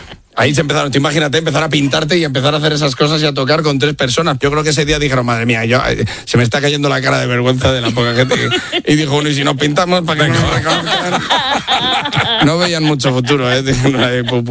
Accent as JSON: {"language": "Spanish", "town": "Toro", "region": "Castile and León", "country": "Spain", "tie": "born or raised there", "said": "mío, Zamora, de Toro, ¿no? En Zamora, y era mítico, era de rock español, rock nacional, y era para mi pueblo era una religión."}